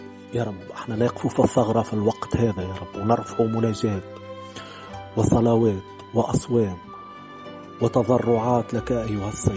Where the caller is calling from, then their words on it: Tunisia; من تونس، مؤمن بالمسيح.